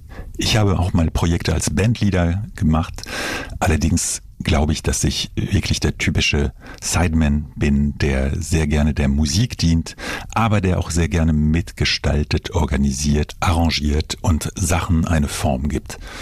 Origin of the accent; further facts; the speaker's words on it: Luxembourg; moved away as an adult; also born or lived in Hanover; Ich bin in Luxemburg geboren und aufgewachsen, allerdings von einem französischen Vater und einer deutschen Mutter.